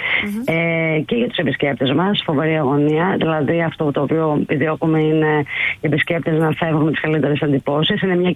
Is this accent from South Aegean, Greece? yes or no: yes; Sifnos, South Aegean, Greece; Είμαι από τη ΣΥΦΝΟ και γεννήθηκα στο σπίτι που μένουμε σήμερα.